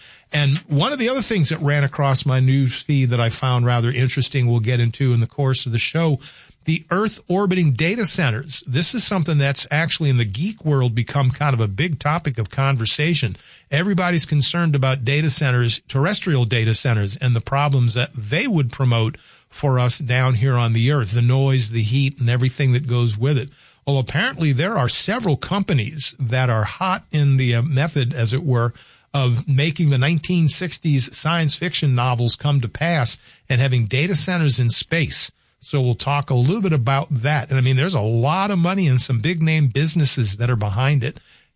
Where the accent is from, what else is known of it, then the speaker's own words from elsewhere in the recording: New Orleans, Louisiana, United States; also born or lived in Oklahoma City; now in Fargo, United States; I mean, we, you know, growing up in New Orleans and then living in Oklahoma City.